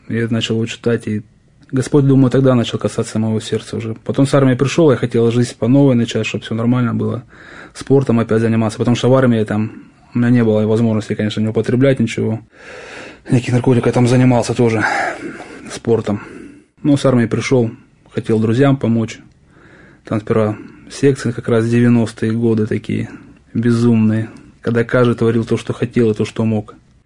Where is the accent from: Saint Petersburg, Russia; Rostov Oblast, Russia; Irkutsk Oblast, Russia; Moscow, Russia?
Rostov Oblast, Russia; Rostov-on-Don; Я сам из Ростова, да, кстати.